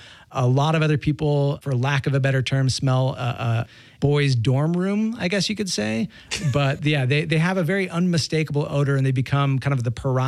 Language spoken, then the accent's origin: English; Utah, United States; I was raised quite religious. I'm from Utah. I was raised Mormon